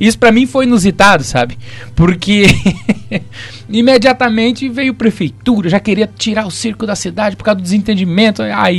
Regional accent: Rio Grande do Sul, Brazil; lá no meu Rio Grande do Sul, que eu sou gaúcho

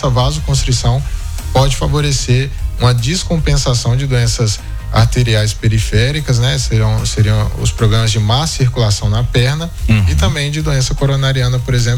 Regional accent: Piatã, Bahia, Brazil; now in Espírito Santo, Brazil; eu não sou do Espírito Santo, eu sou da Bahia, nascido e criado. Minha família mora na Bahia, meus pais moram na Bahia, numa cidade chamada Piatã. Cidade do melhor café do Brasil.

